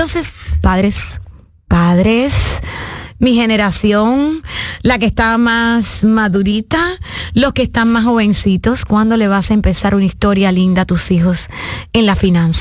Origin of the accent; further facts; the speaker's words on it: Cuba; moved away; soy una cubana de corazón internacional